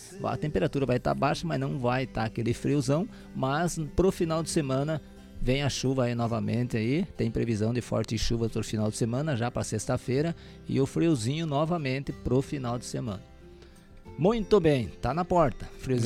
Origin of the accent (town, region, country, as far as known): Brazil